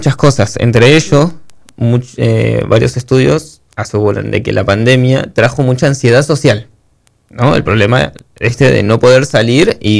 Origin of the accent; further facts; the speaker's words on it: Río Gallegos, Santa Cruz, Argentina; soy un representante de Río Gallegos en el mundo